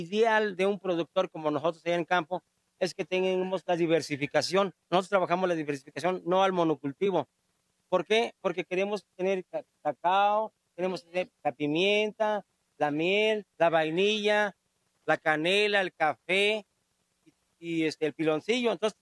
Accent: Zozocolco, Veracruz, Mexico; allá en mi pueblo, en Sosocolco

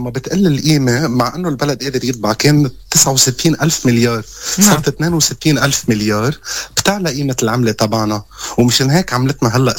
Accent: Lebanon; نحن كلبنانية أو كشعب لبناني محارب

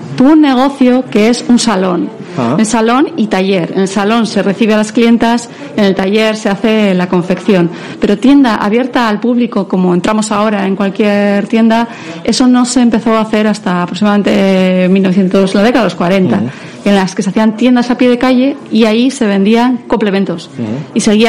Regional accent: San Sebastián, Basque Country, Spain; yo soy de Donosti.

